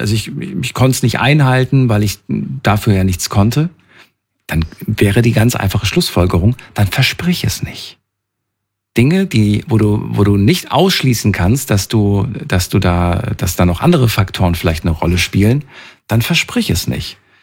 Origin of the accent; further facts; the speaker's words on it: North Rhine-Westphalia, Germany; Ich komme aber auch aus NRW.